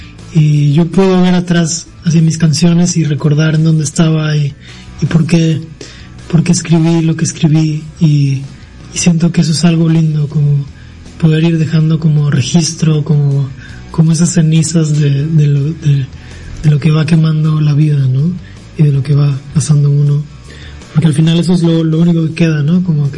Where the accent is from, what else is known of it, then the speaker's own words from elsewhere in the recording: Veracruz, Mexico; Yo vengo de Veracruz